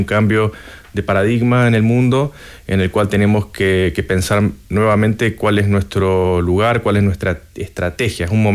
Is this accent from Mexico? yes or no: no; Argentina; moved away as an adult; also born or lived in England / Brazil; now in Chile; soy argentino, estudié en Inglaterra, estudié en Brasil